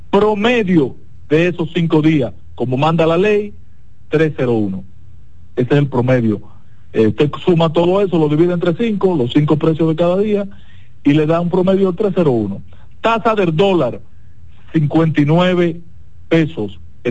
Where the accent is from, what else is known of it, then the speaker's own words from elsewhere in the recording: Dominican Republic; Luis nos pidió a los dominicanos